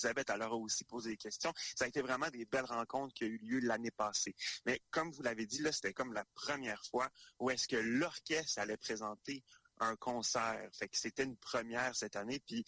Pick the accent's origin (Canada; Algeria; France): Canada; Quebec; moi, je suis né sur la Côte-Nord, j'ai grandi sur la Côte-Nord, j'ai fait mes premiers cours de musique dans la région aussi.